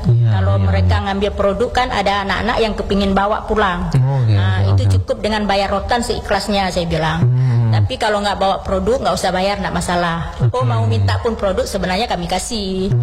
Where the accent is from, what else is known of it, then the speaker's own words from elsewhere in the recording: Aceh Besar, Aceh, Indonesia; Dan tidak mesti Aceh Besar. Kita dari Aceh Besar.